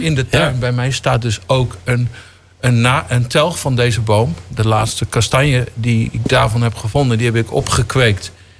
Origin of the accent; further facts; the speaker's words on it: Alteveer, Groningen, Netherlands; now in Dronten, Netherlands; Die stond in Oost-Groningen, Alteveer, waar ik ben geboren.